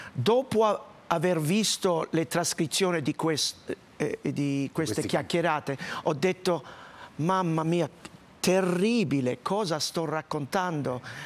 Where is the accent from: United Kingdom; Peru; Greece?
United Kingdom; London; Perché l'abbazia di Westminster è a 3 minuti a piedi da dove io ho abitato da bambino a Londra, in un appartamento molto popolare, povero se vogliamo.